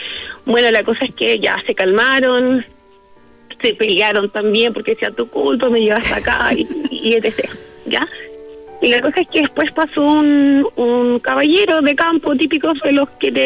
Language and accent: Spanish; Chiloé, Los Lagos, Chile; nosotros somos todos de Chiloé, somos una familia chilota, principalmente mi mamá criada y nacida en Chiloé.